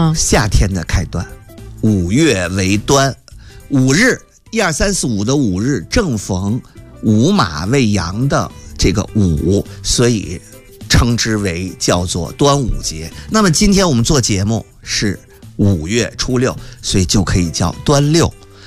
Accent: China

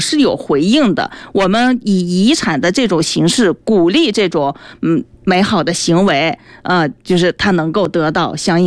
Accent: China; 我们中国人其实是很忌讳谈死亡的。

